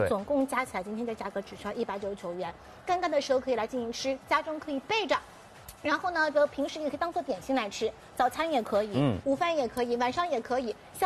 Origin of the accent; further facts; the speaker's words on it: Shanghai, China; 也是非常符合我们上海人的一些口感和口味，对吧？